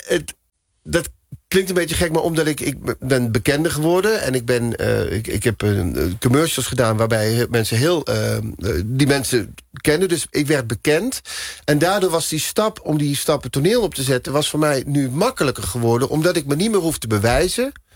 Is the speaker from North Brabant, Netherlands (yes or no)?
yes; Veghel, North Brabant, Netherlands; En ik kom uit Veghel, dus.